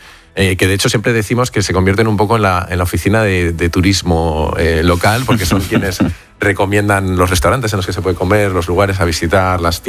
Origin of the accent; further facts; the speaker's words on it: Castilla-La Mancha, Spain; Os he contado que el último lo viví en mi pueblo de la Serranía de Cuenca. Es la segunda comarca más despoblada de España, donde yo tengo el pueblo